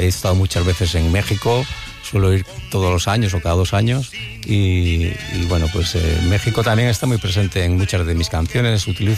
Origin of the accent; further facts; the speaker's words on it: Cires, Cantabria, Spain; Esa es mi tierra, de ahí vengo yo, de ese Valle del Amazón, muy cerca de los picos de Europa, y ahí pasé mi infancia y concretamente en el pueblo de Cires